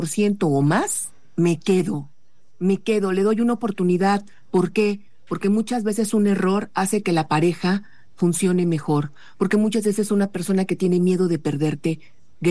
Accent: Mexico; nosotros, como mexicanos

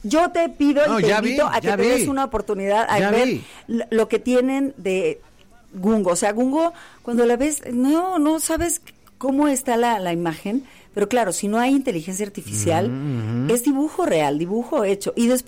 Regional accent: Irapuato, Guanajuato, Mexico; moved away; Pues vengo de Irapuato

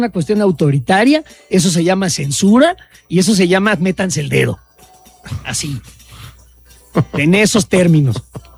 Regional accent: Mexico; Yo soy tan mexicano como ese señor que está bailando de conchero.

